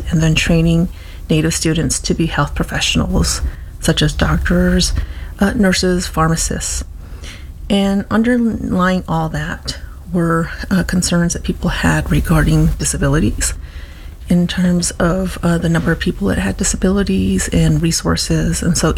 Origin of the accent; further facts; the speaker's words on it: Winslow, Arizona, United States; also born or lived in California; now in Tucson, United States; I grew up in Winslow, Arizona. I also was part of boarding school era, so I'm a descendant of boarding schools and also attended boarding school and part of the urban relocation program.